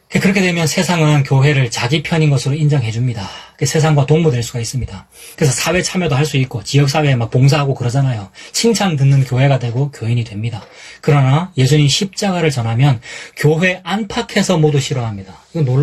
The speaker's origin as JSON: {"language": "Korean", "region": "Gyeongsang", "country": "South Korea", "said": "내 고향이 대구는 아니지만 경상도 사람이니까 알아듣는단 말입니다."}